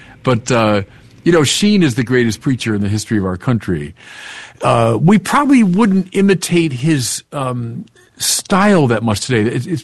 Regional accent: Illinois, United States; we're both from Illinois

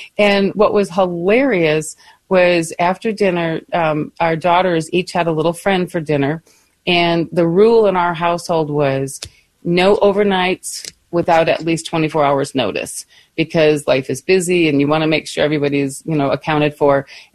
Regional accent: Michigan, United States; I think of all of the outings that we did as children growing up in Michigan. You know, we were literally on the lake shore growing up. That was my home.

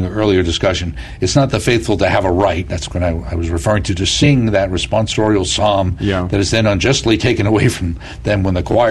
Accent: New Jersey, United States; in my home state of New Jersey

